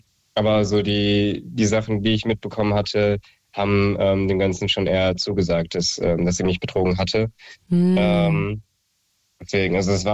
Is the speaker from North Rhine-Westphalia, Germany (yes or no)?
no; Marburg, Hesse, Germany; Ich komme aus Marburg.